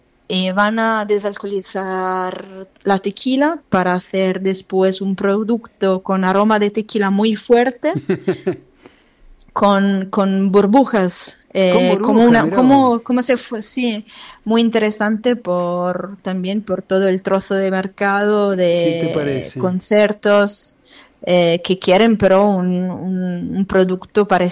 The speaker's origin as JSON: {"language": "Spanish", "town": "Turin", "region": "Piedmont", "country": "Italy", "said": "Torino, bueno, el centro."}